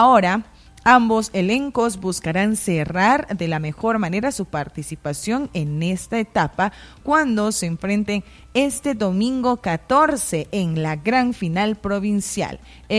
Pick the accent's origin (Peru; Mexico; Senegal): Peru